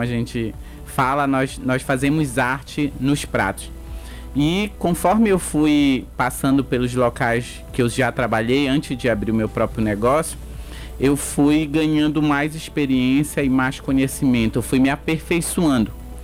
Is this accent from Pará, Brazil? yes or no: yes; Pará, Brazil; now in Macapá, Brazil; Eu vim do interior do Pará, então a minha realidade era completamente diferente de hoje, né?